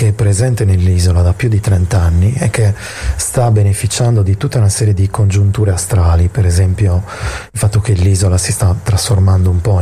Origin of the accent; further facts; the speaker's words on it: Sardinia, Italy; accent: Sardinian; sentivano il mio accento e dicevano: ah, bellissima Sardegna, Villa Simius, maialetto e nuraghi.